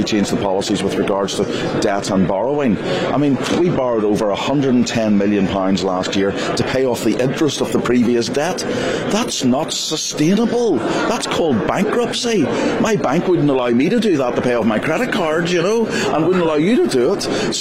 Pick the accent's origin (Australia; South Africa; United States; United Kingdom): United Kingdom; I'm not ashamed of being a Brit and never will be.